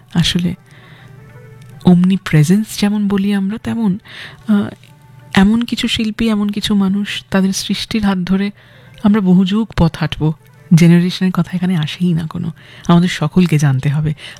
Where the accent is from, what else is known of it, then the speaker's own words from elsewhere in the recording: Kolkata, West Bengal, India; গোটা কলকাতা শহর, পশ্চিমবঙ্গ এবং ভারতবর্ষে আমরা জন্মেছি, সার্থক জন্ম আমাদের এই দেশে